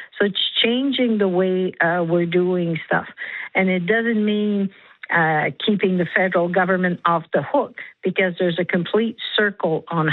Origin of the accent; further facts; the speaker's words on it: New Brunswick, Canada; I'm from New Brunswick